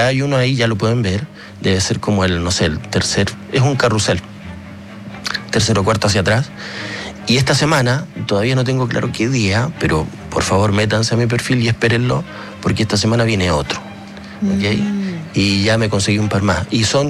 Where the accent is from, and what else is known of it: Magallanes, Chile